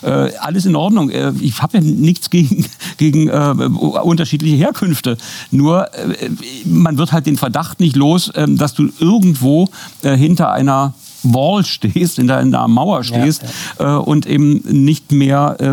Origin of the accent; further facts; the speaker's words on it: Germany; die wir als Deutsche nun über 50, 70 Jahre aufgearbeitet und verarbeitet